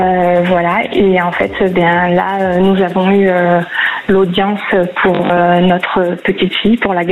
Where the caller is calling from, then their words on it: Uzès, Occitanie, France; Alors, j'appelle Duzès, dans le Gard.